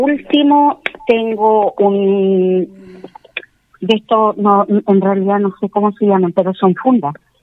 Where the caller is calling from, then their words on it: San Fernando, O'Higgins, Chile; feliz de San Fernando